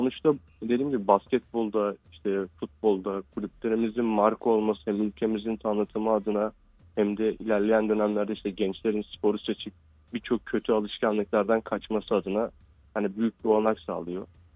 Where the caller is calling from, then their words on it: İzmit, Kocaeli, Turkey; İzmit'ten bağlanıyorum.